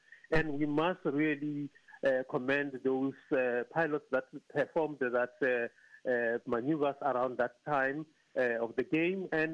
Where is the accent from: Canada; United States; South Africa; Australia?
South Africa